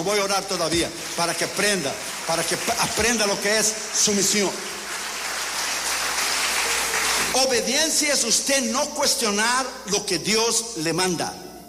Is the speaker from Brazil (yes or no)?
yes; Brazil; moved away; yo soy de un tiempo, de la escuela dominical cuando era niño en Brasil.